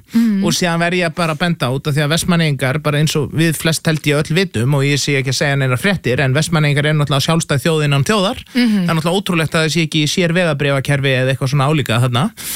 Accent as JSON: {"language": "Icelandic", "town": "Seltjarnarnes", "region": "Capital Region", "country": "Iceland", "tie": "born or raised there", "lives_now": "Reykjavík, Iceland", "said": "En ég var alinn upp á Seltjarnarnesi og ég hef einnig búið í Hlíðunum"}